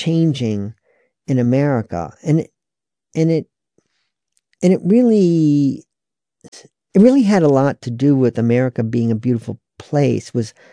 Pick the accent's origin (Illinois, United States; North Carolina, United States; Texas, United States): North Carolina, United States; also born or lived in New York; I grew up in North Carolina, but my family moved from Western New York State when I was in second grade.